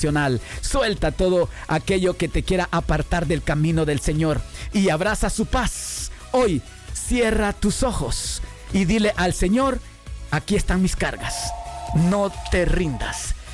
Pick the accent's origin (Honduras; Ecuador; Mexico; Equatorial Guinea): Honduras; Porque yo soy hondureño y créeme que yo me siento... me siento de verdad, no me siento una rata inmunda, ¿no?